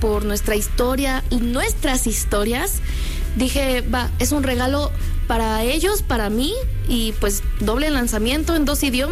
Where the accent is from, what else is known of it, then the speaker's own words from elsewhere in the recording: Mexico; now in Brazil; En español, pues porque soy mexicana, amo mi país